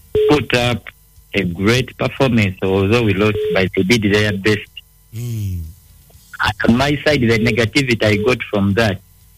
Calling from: Matuga, Kwale County, Kenya; I'm in Matuga.

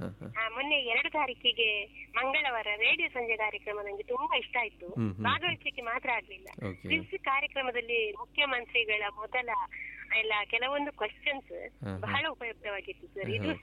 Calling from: Karkala, Karnataka, India

